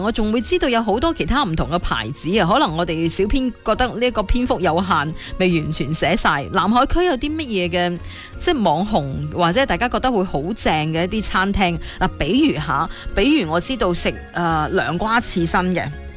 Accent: Guangdong, China; 我哋广东人都系永远嗰餐饭都系离唔开嘅，真系一定要白切鸡。

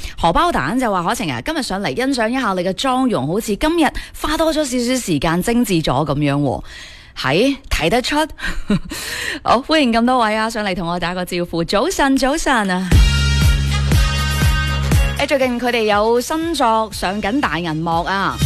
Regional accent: Guangdong, China; 我哋广东人生活喺本地

